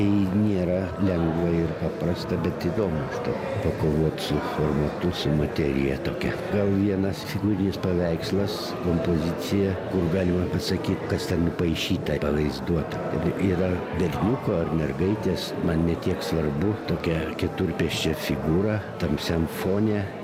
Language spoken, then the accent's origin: Lithuanian; Šiauliai, Šiauliai County, Lithuania; moved away as an adult